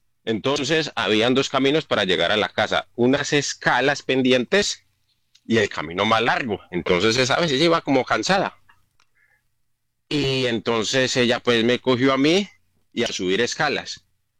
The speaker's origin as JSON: {"language": "Spanish", "town": "Yolombó", "region": "Antioquia", "country": "Colombia", "said": "nosotros somos del municipio de Yolombó."}